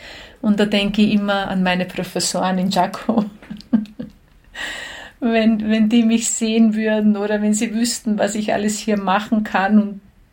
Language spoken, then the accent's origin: German; Đakovo, Osijek-Baranja County, Croatia; Genau, in Giacovo, in meinem Heimatort, ist ja das älteste Lipizzanergestüt der Welt und da bin ich täglich reiten gegangen.